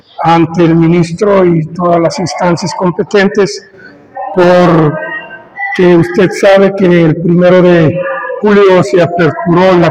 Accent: Gracias a Dios, Honduras

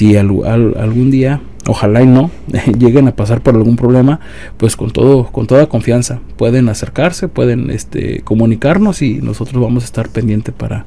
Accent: Mexico; esto lo vamos a superar como buenos mexicanos que somos, superamos cualquier cosa

